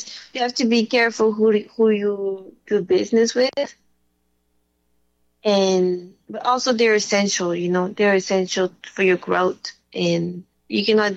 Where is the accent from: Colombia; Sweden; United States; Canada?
Colombia; And I'm really excited because we're from Colombia, and it's like a very Colombian reggaeton, very authentic.